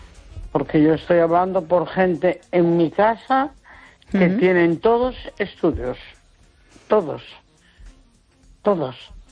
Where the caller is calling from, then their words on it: Neda, Galicia, Spain; Hola, buenas noches, Esther.